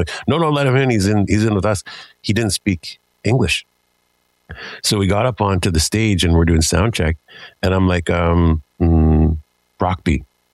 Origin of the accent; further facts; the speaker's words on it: Canada; I'm from Forest First Nations.